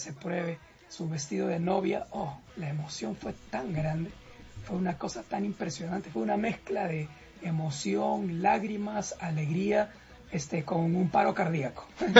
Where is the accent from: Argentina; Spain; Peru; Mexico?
Peru; Somos de Perú, con todo el equipo, con todo el grupo, aquí haciendo música